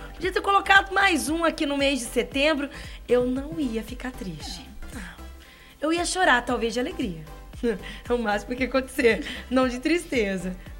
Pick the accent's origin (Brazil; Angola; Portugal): Brazil; Limeira, São Paulo; born or raised there